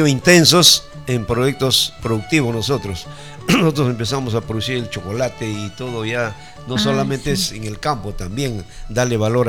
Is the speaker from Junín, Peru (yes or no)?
yes; Mazamari, Junín, Peru; Mis padres de Santo Domingo Acobamba, yo nací acá en Mazamari, soy netamente mazamarino, crecí, ¿no?